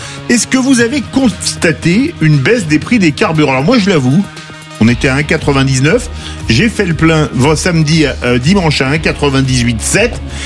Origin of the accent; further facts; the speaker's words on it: Toulouse, Occitanie, France; mais ça me fait plaisir comme je suis toulousain, donc tout le monde est content.